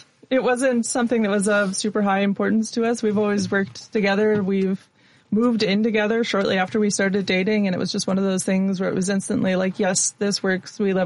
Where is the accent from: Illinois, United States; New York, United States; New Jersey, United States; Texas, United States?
Illinois, United States; Barrington; moved away as an adult; now in Chicago, United States; So I grew up in Barrington, Illinois, so a suburb of the city of Chicago. Stayed there until I was 18.